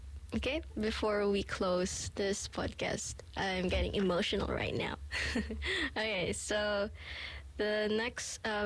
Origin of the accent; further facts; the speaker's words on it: Philippines; now in New Zealand; Yeah, I am actually proud that I am a Filipino here in New Zealand.